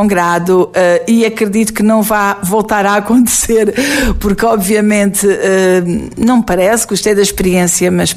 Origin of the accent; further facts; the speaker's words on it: Avis, Alentejo, Portugal; é o meu conselho, é a minha terra.